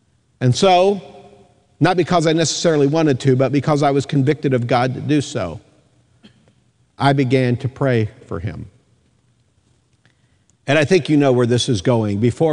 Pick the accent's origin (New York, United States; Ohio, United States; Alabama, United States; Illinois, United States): Ohio, United States; Mansfield; born there; I was in fifth grade, going to Mansfield Christian School in Mansfield, Ohio